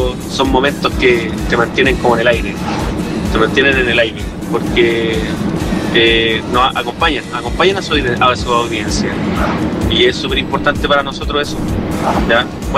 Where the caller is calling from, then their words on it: El Tabo, Valparaíso, Chile; Soy de acá del Tabo. Ya, de la provincia de San Antonio.